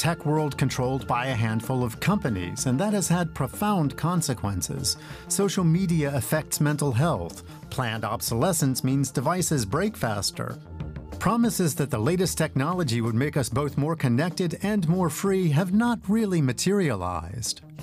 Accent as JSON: {"language": "English", "town": "Haskovo", "region": "Haskovo Province", "country": "Bulgaria", "tie": "born or raised there", "said": "This is in Sofia, and this is my hometown of Haskovo."}